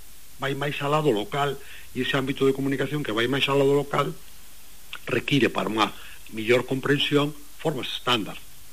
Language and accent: Galician; Muros, Galicia, Spain; Eu xa digo xo porque eu son de Muros e eu sei porque, bueno, a miña familia de Esteiro, non?